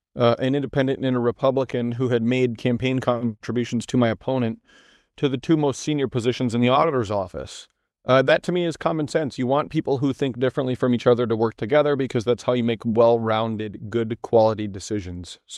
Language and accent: English; Decorah, Iowa, United States; You know, when I was growing up in Decorah, we were always at the top, and now we're in the bottom half. We're literally losing to Nebraska. Kind of frustrating as an Iowan.